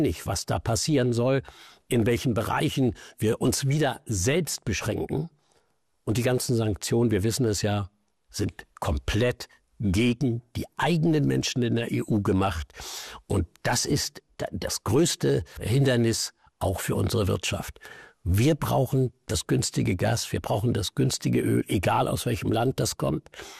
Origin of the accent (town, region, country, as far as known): Germany